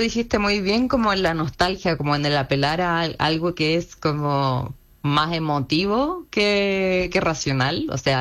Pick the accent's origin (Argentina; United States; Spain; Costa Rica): Argentina